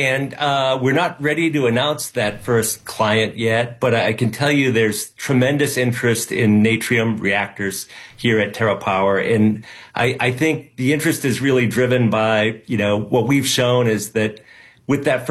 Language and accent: English; New Hampshire, United States; You know, I grew up in New Hampshire watching the Seabrook nuclear power plant take over 10 years to get built